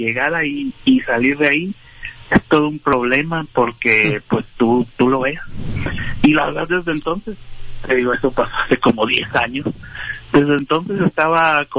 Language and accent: Spanish; Manzanillo, Colima, Mexico; now in Saltillo, Mexico; Yo soy de Manzanillo, Colima